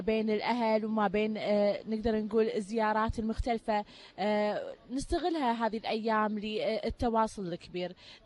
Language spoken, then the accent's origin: Arabic; Kuwait; في ديرتنا الحبيبة الكويت